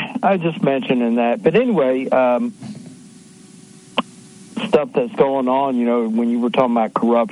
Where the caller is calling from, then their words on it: Tennessee, United States; It's going on here in Tennessee, that's for sure.